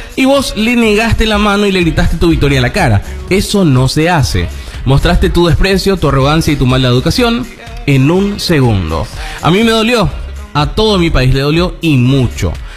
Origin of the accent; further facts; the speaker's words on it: Paraguay; Yo soy senadora de la Nación paraguaya, electa con votos.